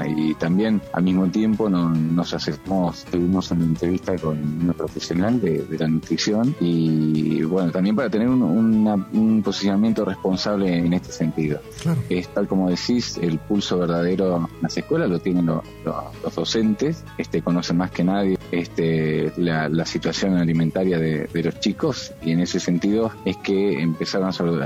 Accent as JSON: {"language": "Spanish", "town": "Isla del Ibicuí", "region": "Entre Ríos", "country": "Argentina", "said": "En mi caso, yo soy el que soy de Isla del Ibicuí, puedo constatar de que tanto en Villa Paranacito, Ceibas como Ibicuí"}